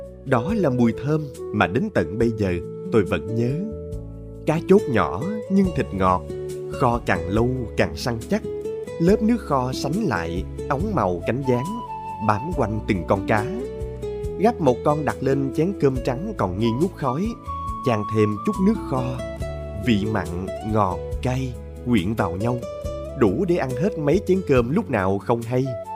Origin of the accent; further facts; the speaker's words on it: Mekong Delta, Vietnam; những tháng ngày người miền Tây quê tôi còn chắc chiêu từng bữa cơm